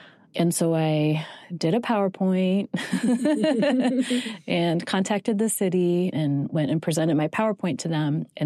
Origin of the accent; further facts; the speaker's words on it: Michigan, United States; And where I grew up in Michigan, there was only like three Asian kids.